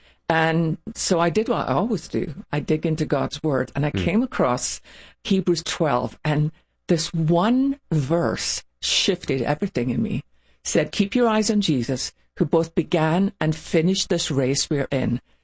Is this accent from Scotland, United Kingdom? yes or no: yes; Scotland, United Kingdom; because I'm Scottish and we use everything.